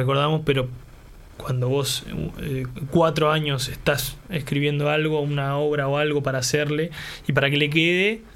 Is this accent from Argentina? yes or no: yes; Argentina; Y no, yo como argentino te tengo que decir argentino.